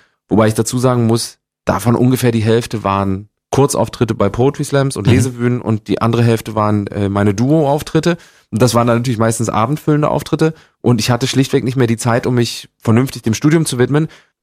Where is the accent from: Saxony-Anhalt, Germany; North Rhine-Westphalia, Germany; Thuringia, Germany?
Thuringia, Germany; Gera